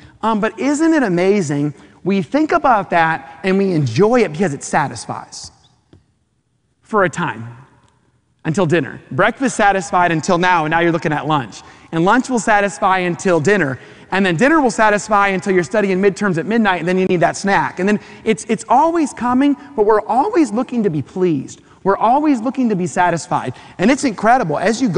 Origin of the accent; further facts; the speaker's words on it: Chicago, Illinois, United States; born there; now in California, United States; I'm originally from Chicago, so I keep my roots from Chicago. When you're born somewhere and you're diehard with your state, you love the stuff there.